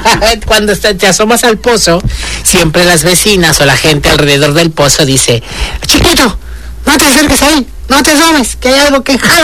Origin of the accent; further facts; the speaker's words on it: Yucatán, Mexico; A óyeme, es válido decirlo. Yo soy orgullosamente yucateco.